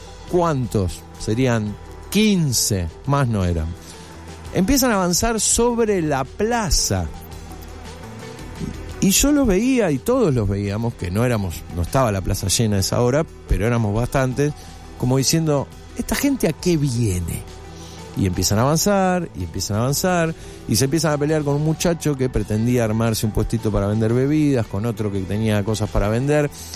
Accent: Argentina; como sociedad y como argentinos

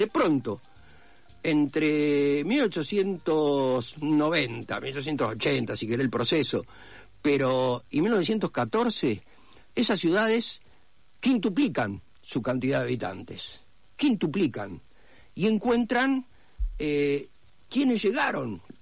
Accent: San Pedro, Buenos Aires Province, Argentina; Mi pueblo, San Pedro, Chivilcoy tenía una cosa muy particular con la cosa sarmientina

